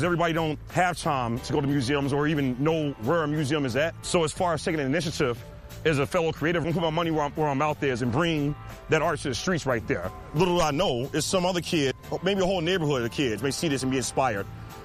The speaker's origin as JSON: {"language": "English", "town": "Chicago", "region": "Illinois", "country": "United States", "tie": "born there", "said": "I was born in Woodlawn, mind you, right? As a matter of fact, I was born down the street from here off of 65th and St. Lawrence."}